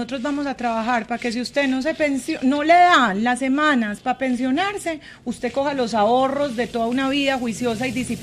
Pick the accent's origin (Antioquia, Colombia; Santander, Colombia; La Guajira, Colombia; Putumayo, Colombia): Antioquia, Colombia; Pues como buena antioqueña, yo también soy trovadora.